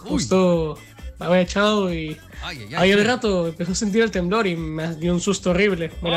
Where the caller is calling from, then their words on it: Lima, Peru; soy de Miraflores.